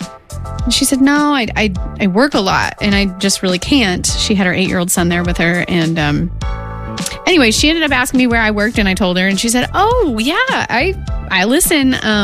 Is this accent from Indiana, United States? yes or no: yes; Sullivan, Indiana, United States; Because I grew up in Sullivan, Indiana, which a lot of times, no offense to the Golden Arrows, but most people, it's like when somebody asks me, oh, where are you from? I say, near Terre Haute.